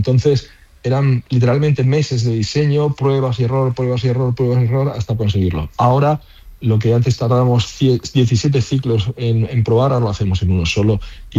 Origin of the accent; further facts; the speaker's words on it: Almería, Andalusia, Spain; De ser almerienses, andaluces y españoles, y lo llevamos con.